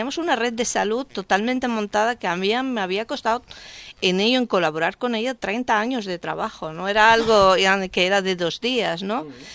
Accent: Spain; Además, yo soy también española, entonces

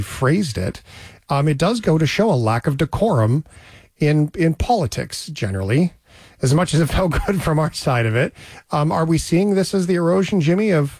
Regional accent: Canada; But as a Canadian, I loved it today.

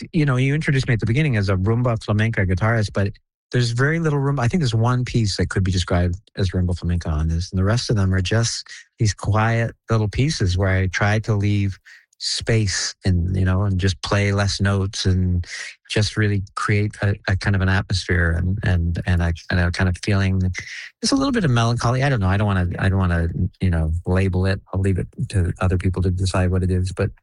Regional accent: Canada; The fact is, I'm Canadian. I live in Canada

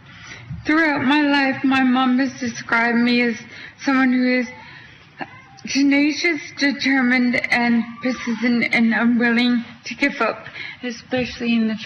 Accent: Quebec, Canada; moved away; I'm from Canada. That's where my accent's from. I'm from Quebec.

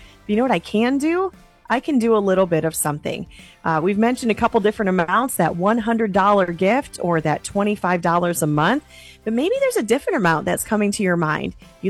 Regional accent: North, United States; because, like Tom, I'm also from the North and I talk pretty fast.

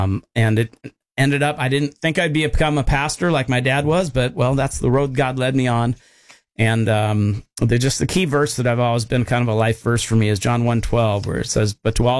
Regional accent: Harvey, North Dakota, United States; also born or lived in Seattle; my first memories are growing up in North Dakota. My dad was a pastor, and I remember about 4 years old, I remember moving out from the Seattle area to a little tiny town called Harvey, North Dakota.

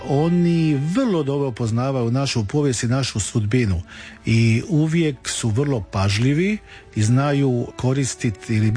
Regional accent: Croatia; Znači, i to je gubljenje identiteta, mi smo Hrvati stručnjaci u tome.

